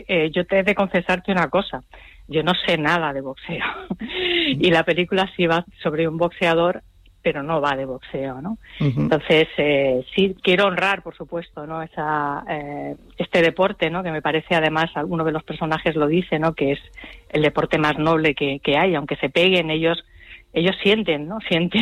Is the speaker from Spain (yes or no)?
yes; Valencia, Valencian Community, Spain; born there; now in Tenerife, Spain; Valencia es donde yo nací